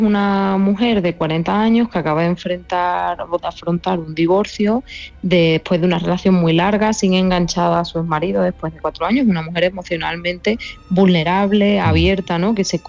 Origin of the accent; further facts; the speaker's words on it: Andalusia, Spain; reivindicar lo andaluz en la cultura también que consumimos, en la literatura que leemos como andaluces.